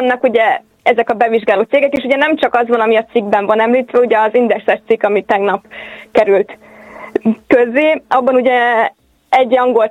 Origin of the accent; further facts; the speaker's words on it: Hungary; Így van, de hát ugye magyarok vagyunk, nem lehet annyira külön